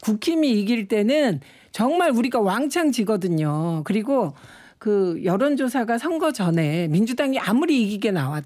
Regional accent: Gyeongsang, South Korea; 제가 경상도가 고향이라서

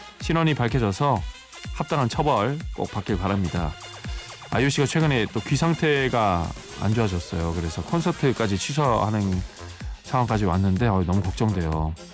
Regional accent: South Korea; 우리나라 배우가 공개하다니 너무 신기하고 같은 한국인으로서 뿌듯했어요.

